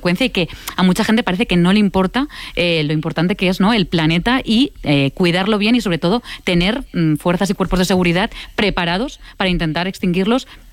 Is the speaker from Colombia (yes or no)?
no; Castellón de la Plana, Valencian Community, Spain; Yo soy de Castellón